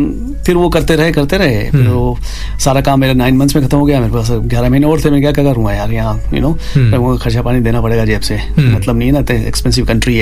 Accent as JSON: {"language": "Hindi", "region": "Rajasthan", "country": "India", "said": "देखो मैं तो राजस्थान से हूँ मारवाड़ी खून है"}